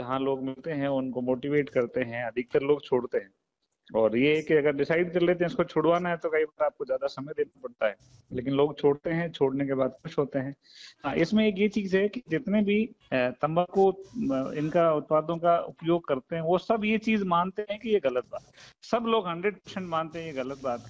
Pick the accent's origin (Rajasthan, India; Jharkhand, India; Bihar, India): Rajasthan, India; Nagaur district; now in Karauli district, India; मैं नागौर जिले से आता हूं और मेरी स्कूलिंग राजस्थान से हुई है ग्रेजुएशन।